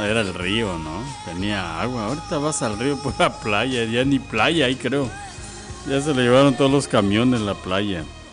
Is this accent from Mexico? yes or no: yes; Cintalapa, Chiapas, Mexico; moved away as an adult; Yo estuve en otras estaciones de radio de la República Mexicana y ya llegué a mi tierra natal.